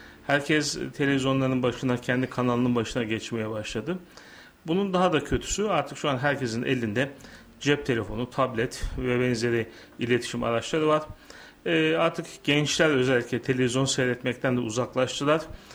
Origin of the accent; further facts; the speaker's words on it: Nazilli, Aydın, Turkey; Aydın Nazilliyim. Babamızın memur olması sebebiyle Türkiye'nin birçok ilini, ilçesini ziyaret ettik, gezdik.